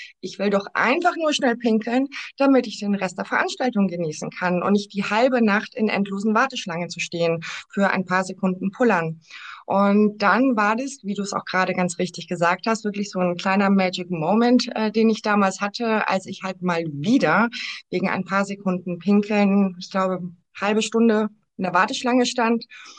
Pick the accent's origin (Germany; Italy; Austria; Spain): Spain; Canary Islands; moved away; Ich bin auf den Kanarischen Inseln groß geworden.